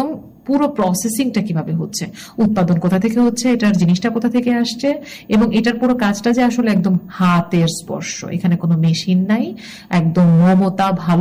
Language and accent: Bangla; Durgapur, Mymensingh Division, Bangladesh; moved away as an adult; now in Dhaka, Bangladesh; আমি নেত্রকোনা জেলার সুষম দুর্গাপুরে বড় হয়েছি, আমার শেকড় ওখানে।